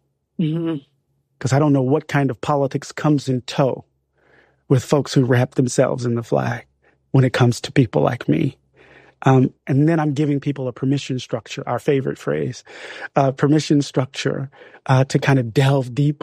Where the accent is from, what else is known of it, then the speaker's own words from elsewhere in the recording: Mississippi, United States; I grew up in Mississippi.